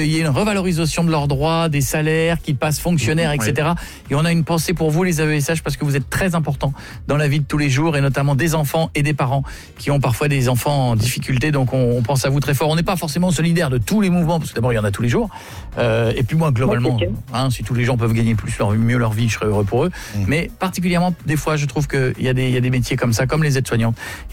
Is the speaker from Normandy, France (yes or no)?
no; Hauts-de-France, France; moi je suis Picard